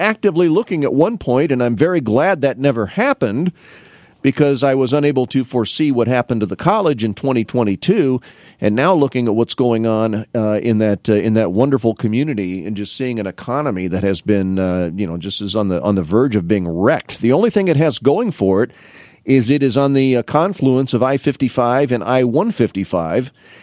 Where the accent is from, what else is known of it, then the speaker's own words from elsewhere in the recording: Canton, Illinois, United States; also born or lived in Lincoln; Canton, of course, is my hometown, but I put Lincoln up there in similar stature because when I came there in 2004 and started working at Lincoln College